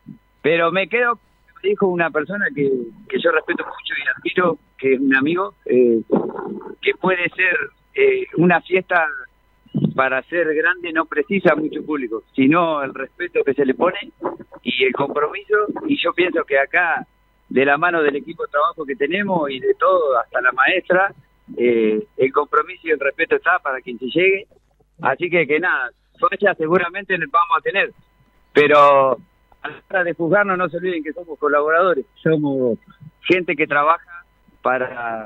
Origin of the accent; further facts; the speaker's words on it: General Madariaga, Buenos Aires Province, Argentina; es un lujo decir soy de Madariaga